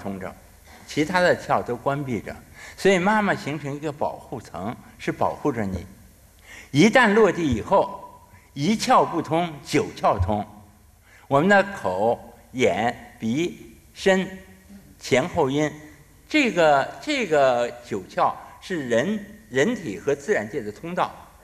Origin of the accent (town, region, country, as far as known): China